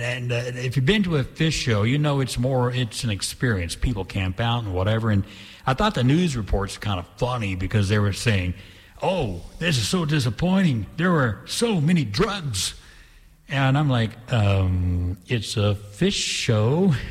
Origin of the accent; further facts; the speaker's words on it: Indianapolis, Indiana, United States; I'm growing up in Indy and having the local radio.